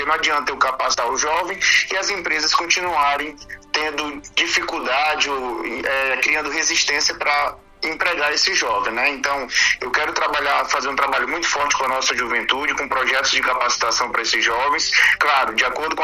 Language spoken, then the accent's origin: Portuguese; Roraima, Brazil; como um bom roraimense